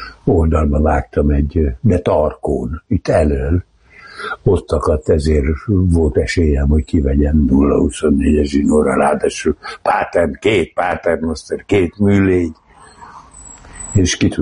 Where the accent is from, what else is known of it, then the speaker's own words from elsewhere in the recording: Tatabánya, Komárom-Esztergom, Hungary; born there; Igen, ott születtem, De valójában nem tatabányaiak vagyunk, hanem az Üllői út 105-ben volt a lakás